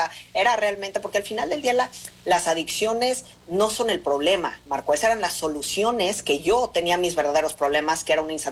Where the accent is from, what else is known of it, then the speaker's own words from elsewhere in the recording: Mexico; como mexicanos tengamos la capacidad de romper esa maldición de la que hablan